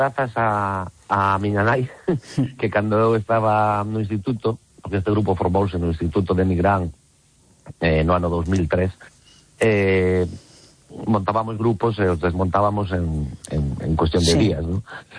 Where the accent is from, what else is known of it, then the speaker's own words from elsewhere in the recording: Galicia, Spain; Somos galegos